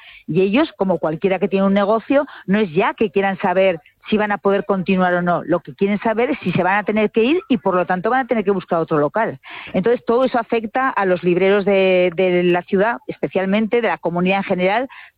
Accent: Zaragoza, Aragon, Spain; había un chaval de mi tierra, por cierto, de Zaragoza

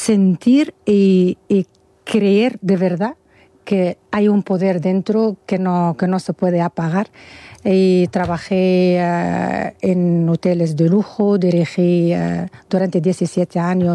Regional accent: Tunisia; moved away; Soy de Túnez. Nací en Túnez con una educación musulmana, con restricciones, con tabúes

